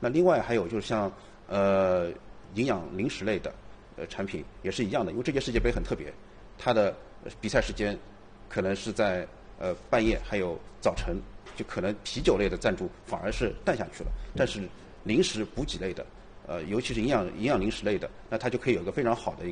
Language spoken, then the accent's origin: Chinese; China